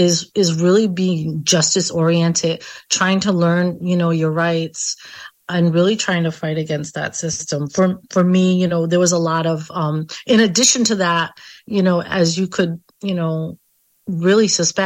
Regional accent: Pawtucket, Rhode Island, United States; you know, growing up in Pawtucket in that community, I don't think we met anybody who wasn't impacted by the criminal legal system and incarceration

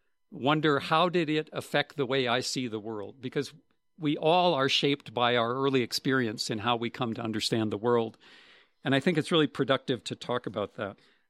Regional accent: North Dakota, United States; I grew up in North Dakota.

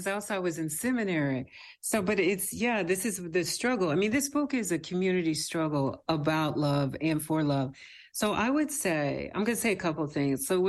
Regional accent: Texas, United States; And I'm from Texas, so I've seen all kinds, like the gunshot in the back of the pickup truck on the rack and stuff like that.

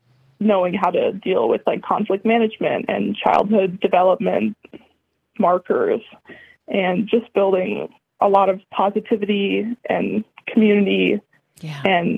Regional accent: Frankfort, Michigan, United States; also born or lived in Traverse City, Michigan; my hometown, and I grew up in Frankfort before I moved to Traverse City

